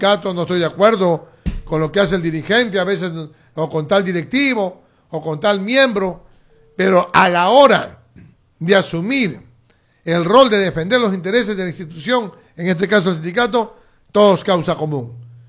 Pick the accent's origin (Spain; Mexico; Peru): Peru; Nosotros somos peruanos.